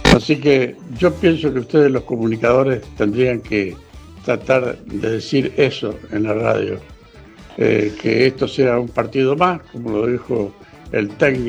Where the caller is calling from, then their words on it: Argentina; soy argentino de raíz, de ley